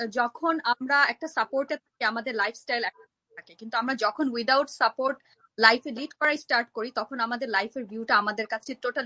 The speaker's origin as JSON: {"language": "Bangla", "country": "Bangladesh"}